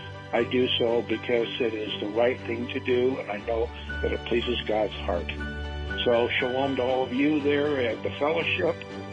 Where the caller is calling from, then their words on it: Ridgeville, Indiana, United States; I'm calling from Ridgeville, Indiana.